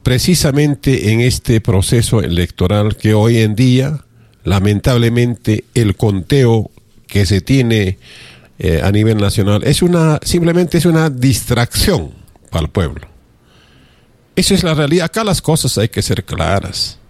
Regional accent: Peru; una gran mayoría de los peruanos reflexionamos de una y otra forma

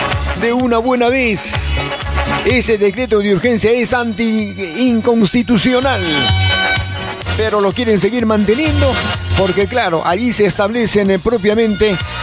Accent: Peru; Los peruanos somos tan... ¿Qué somos los peruanos?

